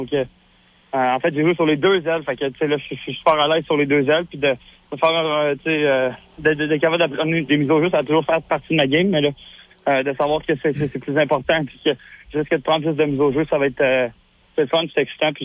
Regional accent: Bécancour, Quebec, Canada; moved away as an adult; also born or lived in Trois-Rivières; now in Quebec City, Canada; C'est un peu plus à Saint-Grégoire où j'ai grandi.

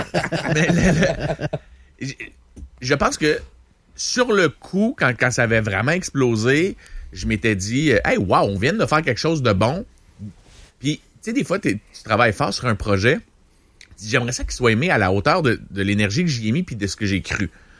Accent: Repentigny, Quebec, Canada; Tu sais, j'étais de Repentigny à l'époque, mais je suis encore de là, mais j'habite plus là, non?

